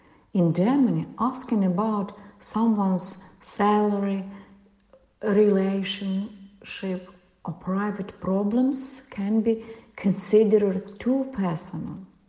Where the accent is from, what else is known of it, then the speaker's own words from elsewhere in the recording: Senegal; Once someone had my accent and asked me where I was actually from. I said Senegal, and the person asked again, but where are you really from?